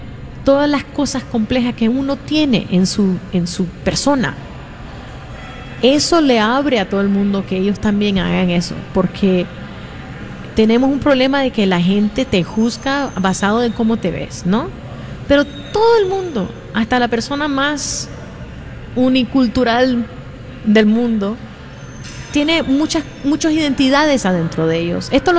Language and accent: Spanish; Nicaragua; pero yo siempre digo que soy de Nicaragua porque